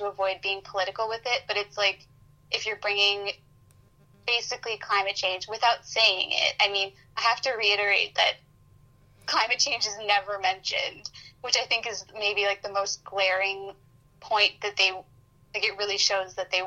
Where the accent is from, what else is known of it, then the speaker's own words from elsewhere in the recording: Vancouver, British Columbia, Canada; I'm from Vancouver and, I go to Victoria pretty frequently.